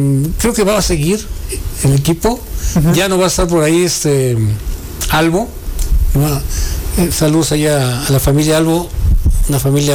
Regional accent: León, Guanajuato, Mexico; Hablamos de León. Sí, nada más de León, porque somos de León.

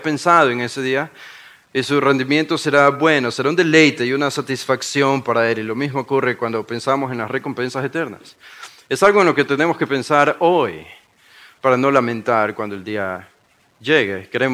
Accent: Guayaquil, Guayas, Ecuador

